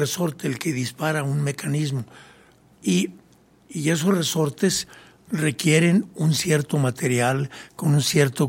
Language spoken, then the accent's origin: Spanish; Ojo Caliente, Zacatecas, Mexico; born or raised there